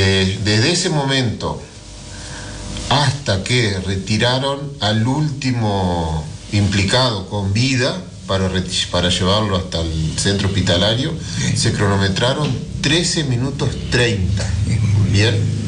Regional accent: Durazno, Uruguay; born there; moved away as an adult; Yo hace más de un año que me radiqué aquí, yo era de Durazno, yo nací en Ruta 5 y Morquio

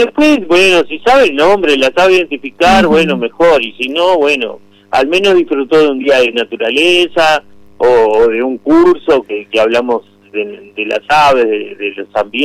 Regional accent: Montevideo, Uruguay

